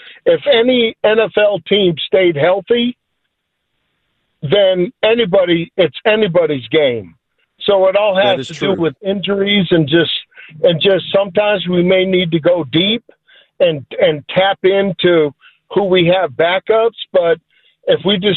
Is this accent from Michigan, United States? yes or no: no; Buffalo, New York, United States; born there; Hey, I was born in Buffalo, you know, Buffalo Bills to the heart, so we love you.